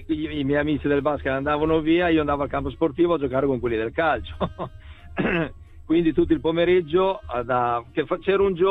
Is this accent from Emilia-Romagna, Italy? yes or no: yes; Crespellano, Emilia-Romagna, Italy; E in porta dopo mi videro dei dirigenti del mio paese, di Crespellano, che era appunto la società, il paese dove cui vivevo